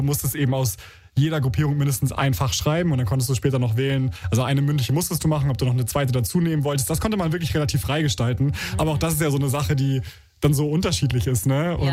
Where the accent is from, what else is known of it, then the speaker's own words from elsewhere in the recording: Schleswig-Holstein, Germany; Nee, also ich bin ja in Schleswig-Holstein zur Schule gegangen und ich hatte 4 Jahre Grundschule.